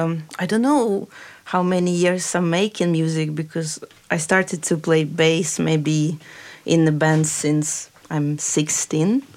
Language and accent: English; Kharkiv, Kharkiv Oblast, Ukraine; now in Bristol, United Kingdom; I'm originally from Kharkiv, Ukraine, and I'm based in Bristol. And today is actually the day, like a birthday of my hometown, Kharkiv